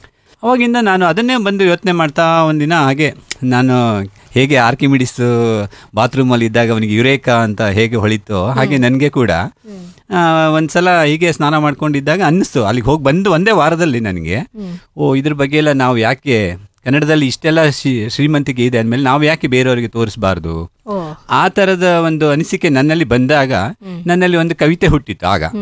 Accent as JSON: {"language": "Kannada", "town": "Sakleshpur", "region": "Karnataka", "country": "India", "tie": "born or raised there", "moved": "yes", "lives_now": "Shivamogga, India", "said": "ನಾವು ಮೂಲತಃ ಹಾಸನ ಜಿಲ್ಲೆ ಸಕಲೇಶ್ಪುರ ತಾಲೂಕಿನವರು. ಸಕಲೇಶ್ಪುರನೇ ನಮ್ಮ ಊರು. ನಾವು ಇಲ್ಲಿ ಈಗ ಶಿವಮೊಗ್ಗದಲ್ಲಿ ಆಲ್ಕೊಳದಲ್ಲಿ ಸ್ವಂತ ಮನೆ ಮಾಡಿಕೊಂಡು ಇಲ್ಲೇ ಸೆಟ್ಲ್ ಆಗಿರ್ತೇವೆ."}